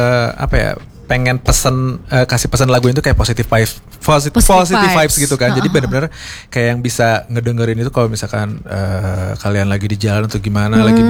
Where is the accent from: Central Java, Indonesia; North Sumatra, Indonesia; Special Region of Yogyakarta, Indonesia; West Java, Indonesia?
West Java, Indonesia; Bandung; moved away as an adult; now in Jakarta, Indonesia; Secara singkat ya, jadi … asalnya dari Bandung, lahir besar di Bandung